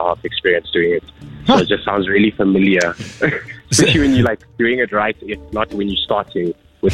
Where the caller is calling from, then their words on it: Johannesburg, Gauteng, South Africa; I'm right now in Bramfontein right now.